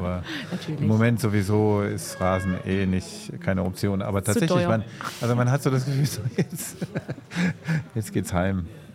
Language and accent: German; Bonn, North Rhine-Westphalia, Germany; Ich komme aus Bonn. Und bin über das Studium dann hierher gekommen und über den Job.